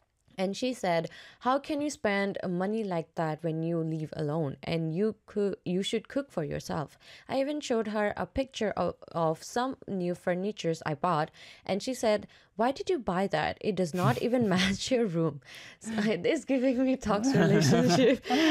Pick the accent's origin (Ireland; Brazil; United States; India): India; I'm Indian.